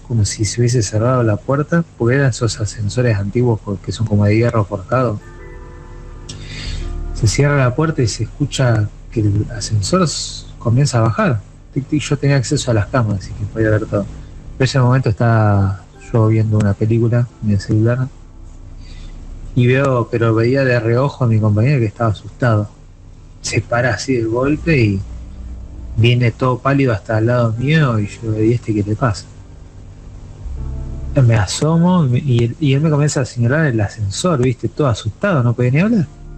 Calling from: Rosario, Santa Fe, Argentina; de Rosario.

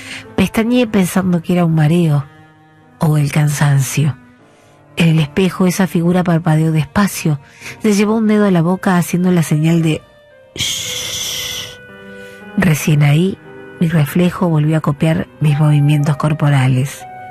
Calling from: Morón, Buenos Aires Province, Argentina

